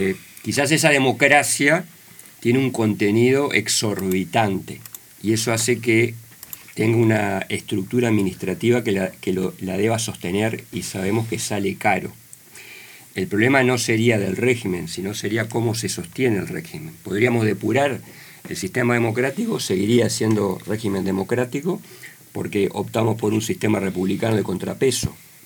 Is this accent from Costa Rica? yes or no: no; Uruguay; somos uruguayos